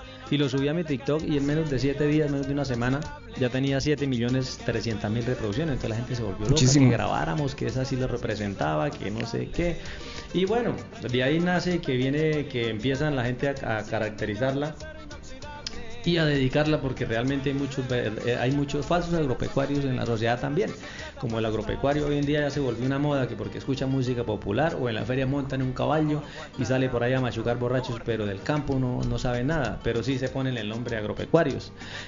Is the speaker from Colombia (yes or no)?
yes; Charalá, Santander, Colombia; yo viví muchos años acá en Charalá, toda mi niñez. Yo llegué por acá cuando tenía 5 años. Y acá fue toda mi niñez, mi juventud y parte de mi adultez. Estuve más o menos hasta los 22, 23 años acá en Charalá.